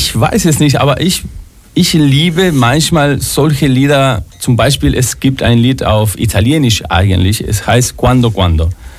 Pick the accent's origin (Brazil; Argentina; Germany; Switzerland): Argentina; Rosario, Santa Fe; German is a second language; moved away as an adult; now in Austria; in Buenos Aires schon, also in der Hauptstadt von Argentinien und in meiner Heimatstadt Rosario, habe ich schon als Musicaldarsteller gearbeitet